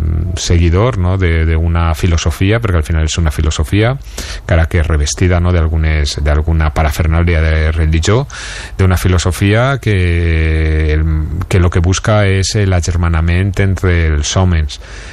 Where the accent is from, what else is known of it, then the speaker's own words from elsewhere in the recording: Valencian Community, Spain; Doncs pues mira, una altra notícia trista que hem tingut aquest estiu i ja com a valencians és la pèrdua del tresor de Villena